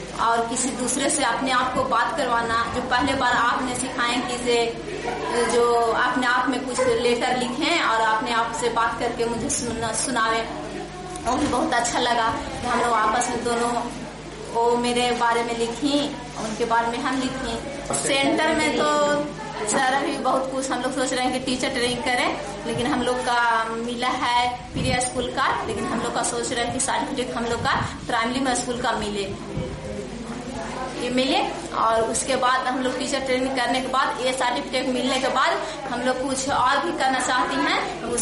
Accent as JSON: {"language": "Hindi", "town": "Deo", "region": "Bihar", "country": "India", "said": "मैं देव की रहने वाली हूँ"}